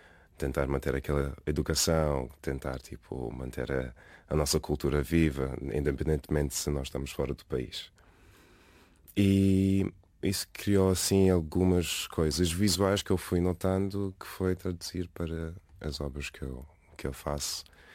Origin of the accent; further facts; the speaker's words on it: Namibia; also born or lived in Morocco; nasci na Namíbia, os meus pais são angolanos, mas nunca vivi em Angola, sempre estive na Namíbia, Marrocos e coisas assim do género